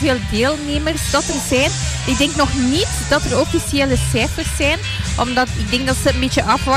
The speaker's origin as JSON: {"language": "Dutch", "town": "Aalst", "region": "Flanders", "country": "Belgium", "tie": "born or raised there", "said": "ik ben geboren in Alst, maar ik heb altijd in Moorsel gewoond."}